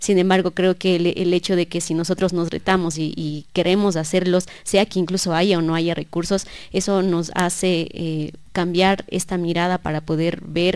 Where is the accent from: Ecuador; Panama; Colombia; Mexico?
Ecuador; Salcedo, Cotopaxi; moved away; yo soy de Salcedo, yo nací en Salcedo, soy de la comunidad de Sipchocalle, una comunidad que es quichua. Lamentablemente yo no hablo quichua, pero sí mis padres, mis abuelos, todos hablan quichua